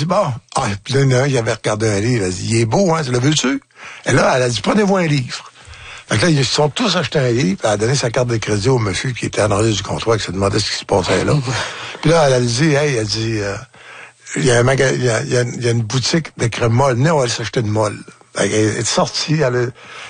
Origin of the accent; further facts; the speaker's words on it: Saint-David-de-Falardeau, Quebec, Canada; Je viens de Falardeau.